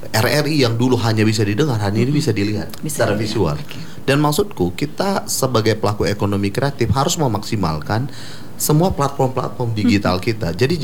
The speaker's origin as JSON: {"language": "Indonesian", "region": "Sumatra", "country": "Indonesia", "said": "Karena kalau kami dari Sumatera itu"}